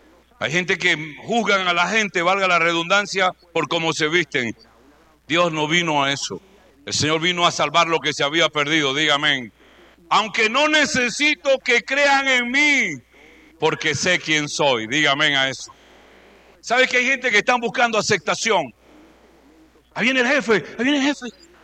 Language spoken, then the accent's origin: Spanish; Barquisimeto, Lara, Venezuela; born there; A los tantos días de tal mes, que fue en septiembre, el 7 de septiembre, nació en la ciudad de Barquisimeto X.